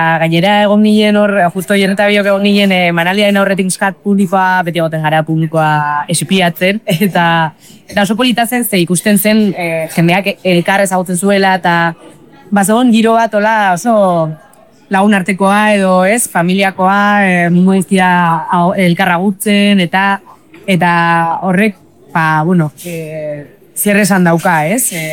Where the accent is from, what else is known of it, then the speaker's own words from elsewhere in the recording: Pamplona, Navarre, Spain; gu Iruñekoak garela